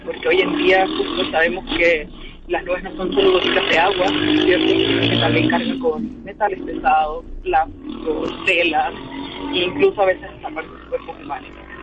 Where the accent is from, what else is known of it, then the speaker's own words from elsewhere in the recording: Santiago, Santiago Metropolitan Region, Chile; yo soy de Santiago